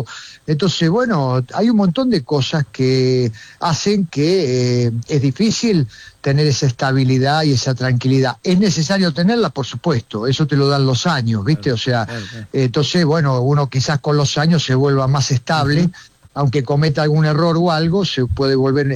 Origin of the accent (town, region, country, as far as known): Argentina